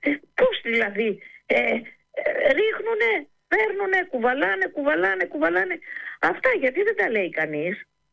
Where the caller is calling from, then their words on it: Greece